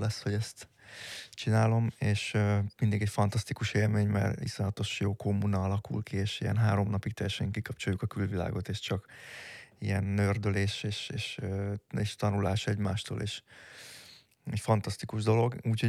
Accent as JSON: {"language": "Hungarian", "country": "Hungary", "said": "így magyarként"}